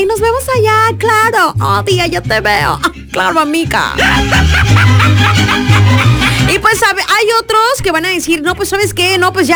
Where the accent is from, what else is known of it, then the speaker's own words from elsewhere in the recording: Mexico; Porque somos así las mamás mexicanas.